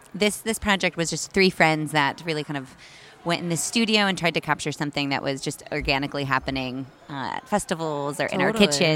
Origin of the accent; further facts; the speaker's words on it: Michigan, United States; I grew up in, you know, the Midwest. I grew up in Michigan.